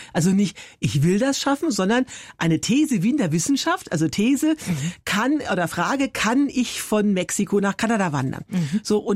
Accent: Forchheim, Bavaria, Germany; Also ich komme ja aus Forchheim, Oberfranken.

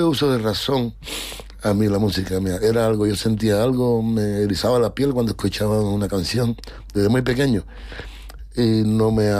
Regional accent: Cuba; moved away as an adult; also born or lived in Havana, Cuba / Varadero, Cuba; now in Madrid, Spain; yo nací en La Habana, pero bueno, por situaciones tuvimos que irnos a un pueblito campesino, donde ya empecé a mirar las inquietudes, porque era un pueblo bastante cultural, a pesar de ser un pequeño pueblo

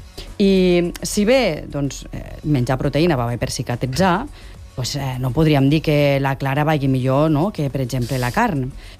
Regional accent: Lleida, Catalonia, Spain; No, jo no. Jo sóc de Lleida Capital.

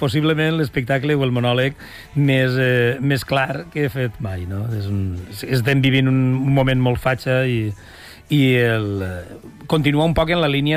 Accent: Valencia, Valencian Community, Spain; Jo vinc de València, del País Valencià

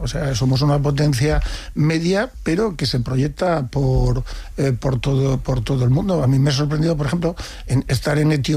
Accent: Spain; Somos, los españoles somos empáticos.

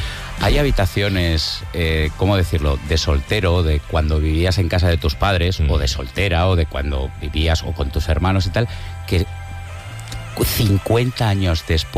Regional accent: Barcelona, Catalonia, Spain; yo que soy de Barcelona y del Barça, en esta casa somos del Real Madrid.

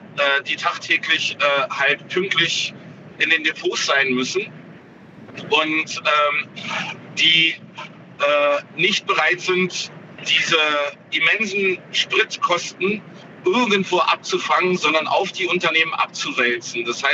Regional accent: Gerbstedt, Saxony-Anhalt, Germany

